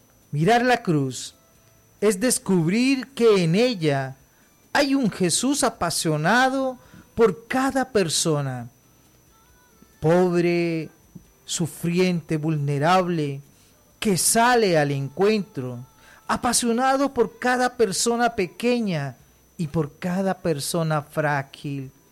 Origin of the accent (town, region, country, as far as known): Colombia